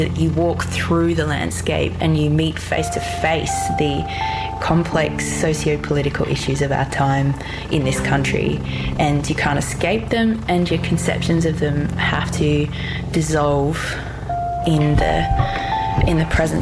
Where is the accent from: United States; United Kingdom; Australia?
Australia; South Australia; I was born in South Australia, but moved around a lot growing up and never identified with anywhere strongly as home. I spent my teenage years in South Australia